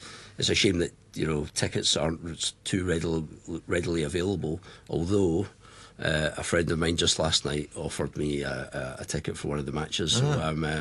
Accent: Scotland, United Kingdom; So yeah, I guess you can tell from my accent that I'm Scottish

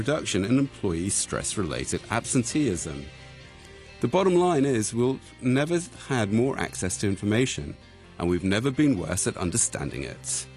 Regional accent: England, United Kingdom; I'm English

